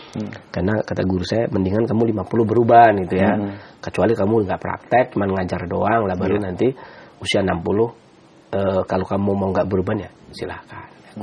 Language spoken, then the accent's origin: Indonesian; Pemalang, Central Java, Indonesia; born there; also born or lived in Cilacap; now in Bekasi, Indonesia; kayak misalkan saya lahir di Pemalang, maka tabiat saya adalah tabiat Pemalang. Setelah itu kemudian saya tinggal di agak lama 5 tahun lebih di Cilacap. Berarti mizat saya ya itu Cilacap. Saya punya mizat Cilacap. Ya, kemudian saya sekarang tinggal di Bekasi